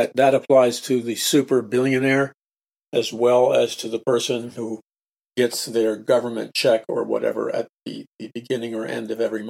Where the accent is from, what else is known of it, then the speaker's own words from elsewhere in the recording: United States; And I remember growing up in America, many of you do too